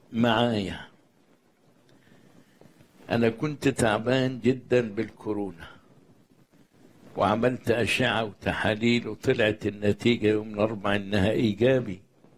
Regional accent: Egypt; وهنشوف المجد، وهنشوف المجد في بلدنا مصر وفي كنيستنا

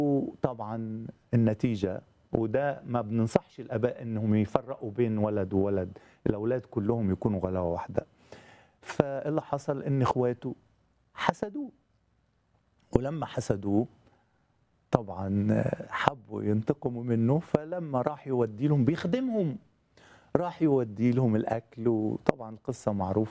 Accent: Upper Egypt, Egypt; زي ما بنقول عندنا في الصعيد

